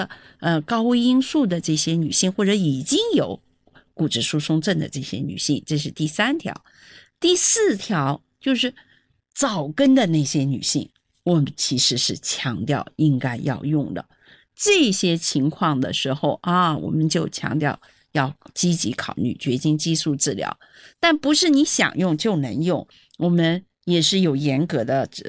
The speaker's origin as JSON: {"language": "Chinese", "country": "China", "said": "我们作为中国人，我们的血栓风险是比欧美人士呢要低的，"}